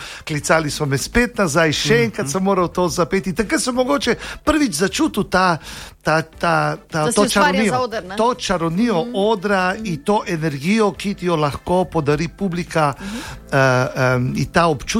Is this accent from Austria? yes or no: no; Selce, Primorje-Gorski Kotar County, Croatia; also born or lived in Rijeka; now in Slovenia; Na Reki sem se rodil, po očetu sem Hrvat, oče ima korenine dalmatinske. Odraščal sem v Selcih, to je eno mehno mestece. Uh-huh. Po materi sem pa Slovenec, ne? Mati je z Litije.